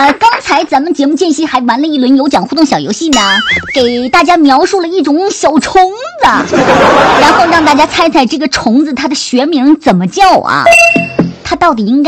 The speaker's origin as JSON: {"language": "Chinese", "region": "Northeast China", "country": "China", "tie": "born or raised there", "moved": "yes", "lives_now": "Hainan, China", "said": "小时候在东北是经常见这玩意儿的"}